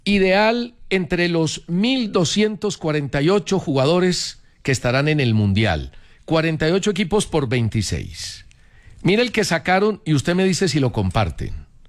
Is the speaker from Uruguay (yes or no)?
no; Colombia; Meto como colombiano metería a Luis Díaz